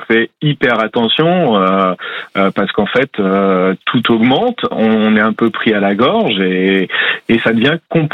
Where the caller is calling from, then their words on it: Port-des-Barques, Nouvelle-Aquitaine, France; Port des Barques, en Charente-Maritime. C'est juste à côté de Rochefort.